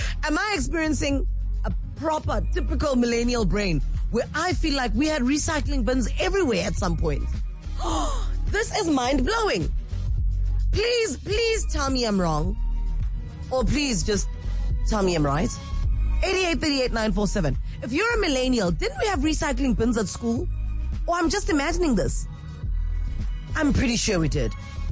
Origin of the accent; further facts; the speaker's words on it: Soweto, Gauteng, South Africa; I grew up in Soweto.